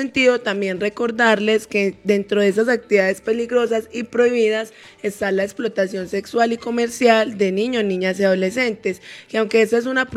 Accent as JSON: {"language": "Spanish", "country": "Colombia", "said": "como colombianos y colombianas"}